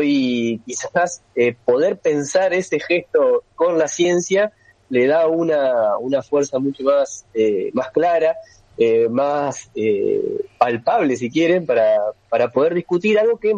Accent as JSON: {"language": "Spanish", "country": "Argentina"}